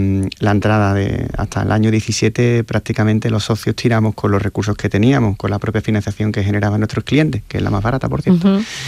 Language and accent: Spanish; Seville, Andalusia, Spain; sabemos que somos sevillanos, que somos andaluces